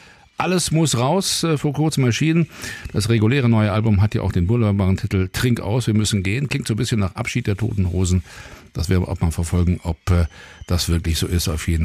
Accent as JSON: {"language": "German", "town": "Cologne", "region": "North Rhine-Westphalia", "country": "Germany", "tie": "born there", "said": "Ich bin ja in Köln geboren, das ist allgemein bekannt."}